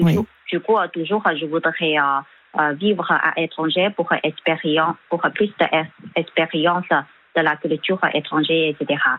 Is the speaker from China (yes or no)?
yes; China; French is a second language; Et tous ses parents, nous sommes chinois.